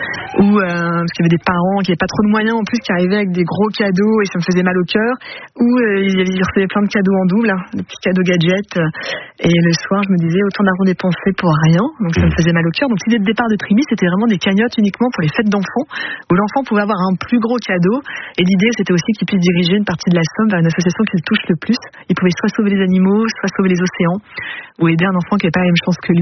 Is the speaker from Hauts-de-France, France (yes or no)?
yes; Hauts-de-France, France; moved away as an adult; also born or lived in Paris; je suis originaire du Nord, mais j'étais faire ma dernière année et mes premiers postes à Paris. Je suis revenue